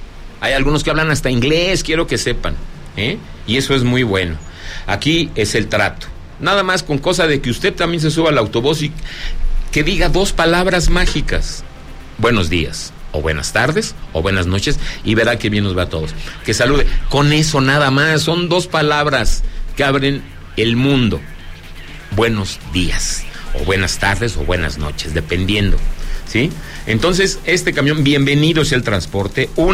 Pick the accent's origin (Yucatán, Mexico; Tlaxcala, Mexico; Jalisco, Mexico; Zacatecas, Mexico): Zacatecas, Mexico; usted está en mi tierra, Zacatecas.